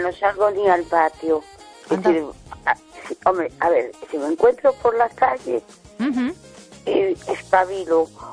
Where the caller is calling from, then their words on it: A Coruña, Galicia, Spain; buenas, de Coruña.